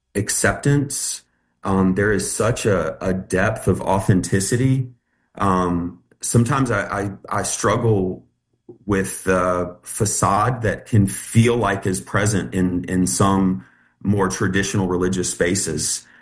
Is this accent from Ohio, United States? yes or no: no; Richmond, Virginia, United States; So I moved here from Richmond, Virginia, about a week after my high school graduation, with my mom and my dad and my daughter, who I had when I was 16. And we moved from the city of Richmond to Southwest Virginia.